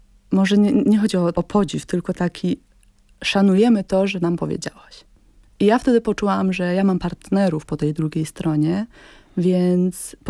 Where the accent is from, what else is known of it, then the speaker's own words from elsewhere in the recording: Silesian Voivodeship, Poland; moved away as an adult; now in Warsaw, Poland; mieszkam pod Częstochową